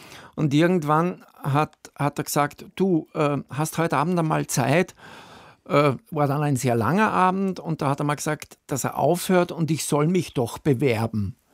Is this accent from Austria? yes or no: yes; Upper Austria, Austria; moved away as an adult; also born or lived in Vienna; now in Bavaria, Germany; Ich bin in Oberösterreich sehr ländlich aufgewachsen